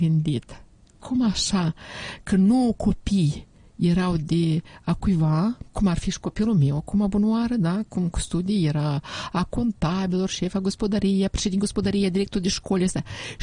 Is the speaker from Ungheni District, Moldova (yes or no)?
yes; Chirileni, Ungheni District, Moldova; moved away; din Chirileni